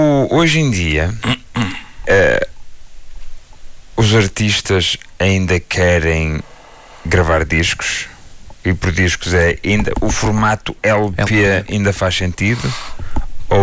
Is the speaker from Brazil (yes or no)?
no; Braga, Norte, Portugal; sou de Braga como tu.